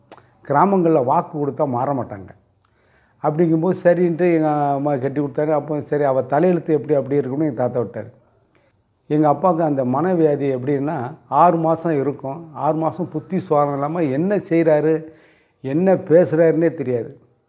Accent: Tamil Nadu, India; ஒரு சின்ன கிராமம், தாமிரபரணி ஆற்று ஓரத்தில் இருக்குது. நல்ல விவசாயம் செய்யக்கூடிய இடம். அங்கே தான் நான் பிறந்து வளர்ந்தது.

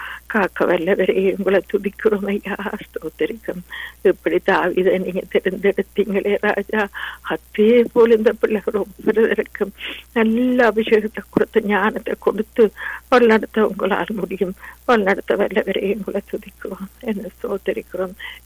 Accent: Sri Lanka; இலங்கை தேசத்தில் ஐயா உங்களோட அன்பை பரிமாறும் பிள்ளைகளுக்காக நாங்க பிறந்து வளர்ந்த தேசத்துக்காக

